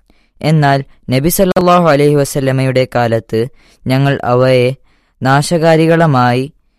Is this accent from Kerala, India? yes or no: no; Karnataka, India; moved away; ഞാൻ കർണാടകയിൽ നിന്നാണ്.